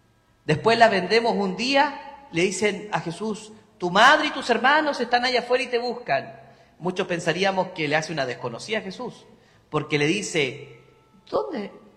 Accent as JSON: {"language": "Spanish", "town": "Andacollo", "region": "Coquimbo", "country": "Chile", "tie": "born or raised there", "said": "porque yo que crecí en Andacollo, la cantidad de milagros"}